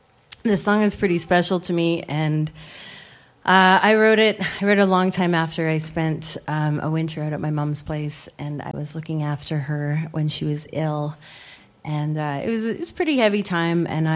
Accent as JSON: {"language": "English", "town": "Quill Lake", "region": "Saskatchewan", "country": "Canada", "tie": "born or raised there", "moved": "yes", "said": "And I grew up on the prairies. I grew up near Quill Lake, Saskatchewan. So, I mean, I knew the country and knew what winter was like out there."}